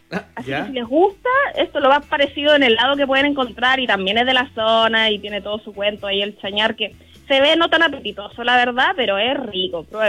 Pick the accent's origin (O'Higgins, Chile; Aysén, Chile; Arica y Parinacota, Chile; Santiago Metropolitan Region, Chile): Santiago Metropolitan Region, Chile; Pirque; now in Valle de Elqui area, Chile; yo soy originalmente de Pirque, mi familia es de allá y todo